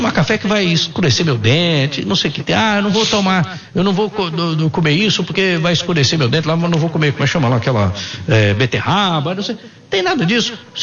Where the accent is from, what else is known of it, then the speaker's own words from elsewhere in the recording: São Sebastião do Paraíso, Minas Gerais, Brazil; born there; Nasci lá em São Sebastião do Paraíso